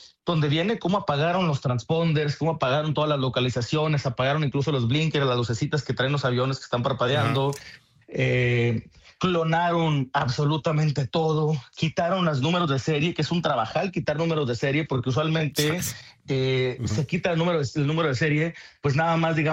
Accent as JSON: {"language": "Spanish", "country": "Mexico", "tie": "born or raised there", "said": "Yo tengo mi terruño acá del otro, en una esquina de México."}